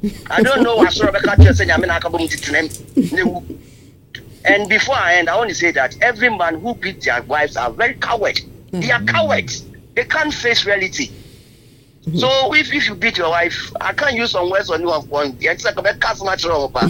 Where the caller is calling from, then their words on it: Ghana; I am an elder at one of the churches in Ghana here.